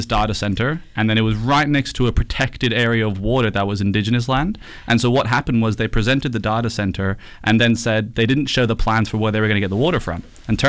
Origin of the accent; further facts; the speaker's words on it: Ireland; now in Western Australia, Australia; I'm Irish